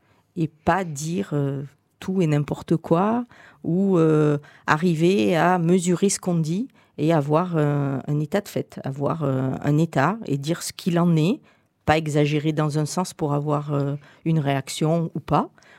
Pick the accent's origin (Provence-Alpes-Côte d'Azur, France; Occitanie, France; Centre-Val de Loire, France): Provence-Alpes-Côte d'Azur, France; Marignane; je suis de Marseille, enfin de Marignane plus exactement. Donc, j'ai toujours été près de la mer.